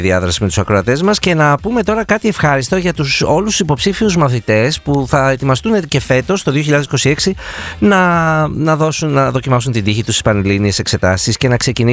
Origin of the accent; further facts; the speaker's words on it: Chalcis, Central Greece, Greece; εμείς που μεγαλώσαμε στη Χαλκίδα